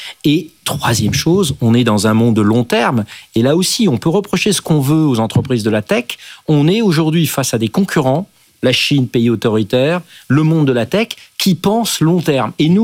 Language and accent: French; France; chez nous en France